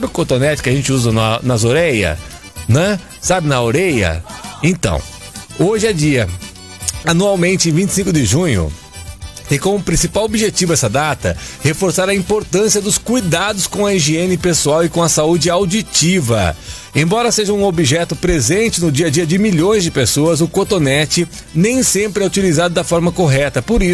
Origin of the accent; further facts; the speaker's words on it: Araras, São Paulo, Brazil; Araras, a minha terra natal, né? Cidade interior aqui de São Paulo